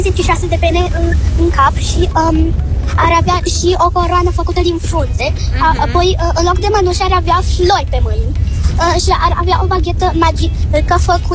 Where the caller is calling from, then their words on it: Iași, Iași County, Romania; din Iași, am 7 ani